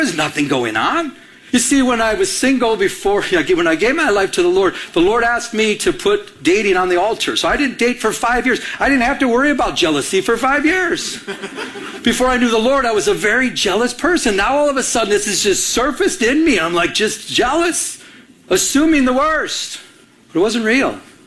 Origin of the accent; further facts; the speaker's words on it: Michigan, United States; I'm from Michigan.